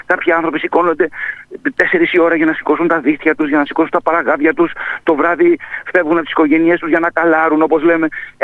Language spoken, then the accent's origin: Greek; Greece; ως νησιώτης κι εγώ μεγάλωσα σε ένα σπίτι